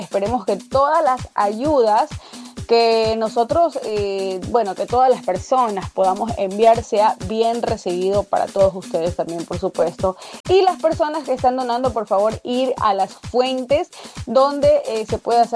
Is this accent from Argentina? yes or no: no; Ecuador; sabemos que los ecuatorianos somos